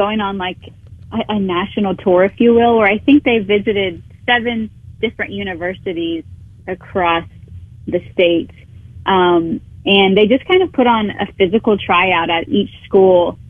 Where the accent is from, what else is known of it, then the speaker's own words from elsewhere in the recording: Amarillo, Texas, United States; moved away as an adult; so I grew up in Amarillo, Texas, and played softball all throughout high school and junior college, where then I was recruited by Alcorn State.